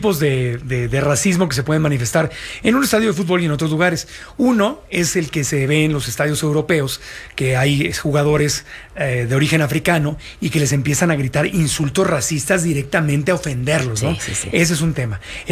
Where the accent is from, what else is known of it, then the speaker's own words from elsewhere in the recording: Mexico; Entonces, este tema de decir nosotros, ay, ¿por qué exageran? Así somos los mexicanos, estamos bromeando.